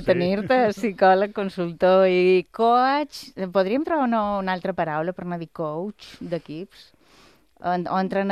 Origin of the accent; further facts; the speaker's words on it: Balearic Islands, Spain; No, Cristina, jo sóc molt mallorquina. I d'aquí tenim arrels, també